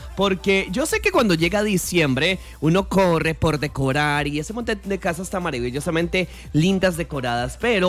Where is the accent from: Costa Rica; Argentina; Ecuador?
Costa Rica